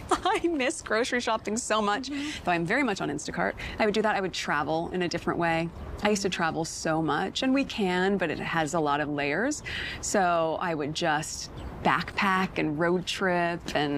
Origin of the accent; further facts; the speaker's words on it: Los Angeles, California, United States; moved away as an adult; That's what I know my hometown to be.